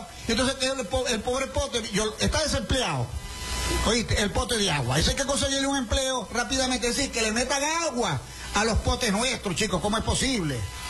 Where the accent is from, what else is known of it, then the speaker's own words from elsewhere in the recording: Venezuela; Yo le agradezco mucho la solidaridad, porque así somos los venezolanos, somos solidarios.